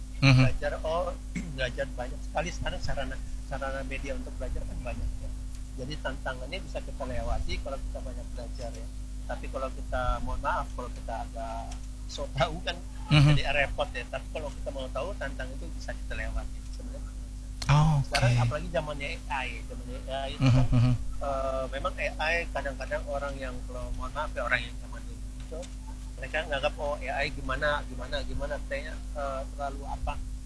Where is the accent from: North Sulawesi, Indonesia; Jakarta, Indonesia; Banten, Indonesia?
North Sulawesi, Indonesia; Manado; Iya, betul. Kita dari